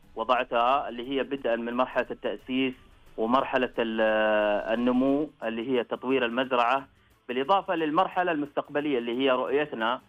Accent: Taif, Makkah Province, Saudi Arabia; عندنا في الطائف

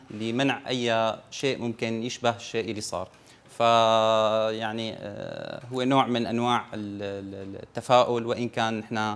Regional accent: Syria; والعزاء لنا كسوريين جميعا

